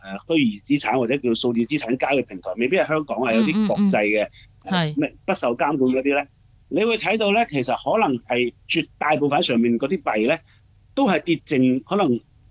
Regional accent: Guangdong, China; 我哋廣東人有句即係老話

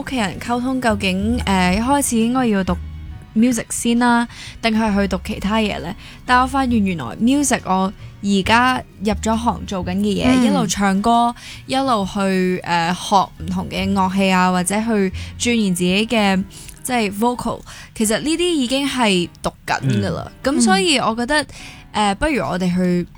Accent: Hong Kong; moved away; 好似得我一個香港人

